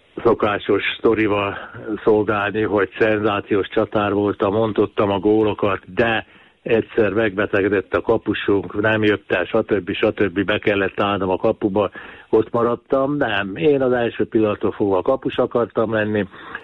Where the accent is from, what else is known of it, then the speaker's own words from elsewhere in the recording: Kaposvár, Somogy, Hungary; moved away as an adult; also born or lived in Szombathely; ez tényleg egy igazi kaposvári vagyok, én ott születtem